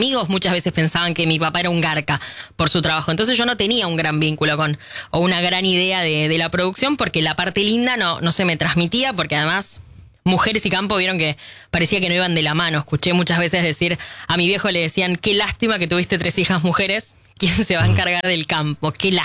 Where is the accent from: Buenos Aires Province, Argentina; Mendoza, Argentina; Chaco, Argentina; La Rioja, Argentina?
Buenos Aires Province, Argentina; Carlos Tejedor; moved away; me revinculó con Tejedor, que acá lo menciono mucho y los oyentes ya lo saben, que es mi pueblo.